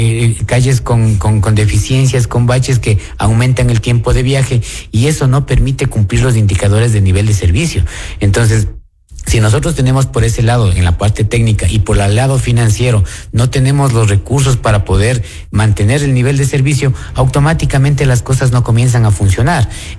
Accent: Quito, Pichincha, Ecuador; yo le digo como quiteño

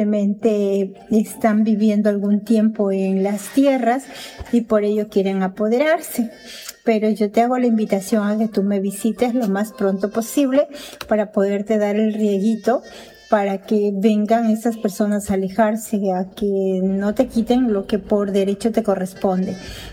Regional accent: Ecuador; Sí, yo soy ecuatoriana. La bandera de mi bello país, el Ecuador, está fuera de mi casa.

